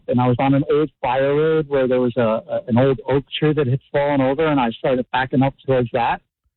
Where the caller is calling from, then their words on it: Stillwater, New Jersey, United States; My wife and I lived up here for 20-plus years now